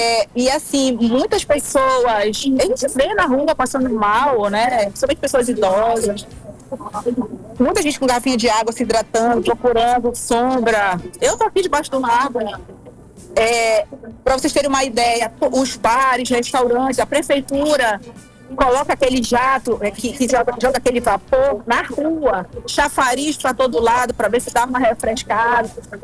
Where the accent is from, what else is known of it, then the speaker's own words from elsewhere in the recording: Macapá, Amapá, Brazil; moved away; Eu que sou de Macapá.